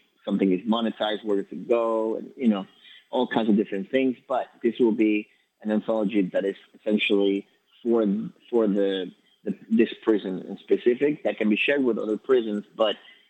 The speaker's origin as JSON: {"language": "English", "country": "Ecuador", "moved": "yes", "said": "when I first moved here, as I mentioned, I came from Ecuador, and while I was waiting to become a resident, it took a long time."}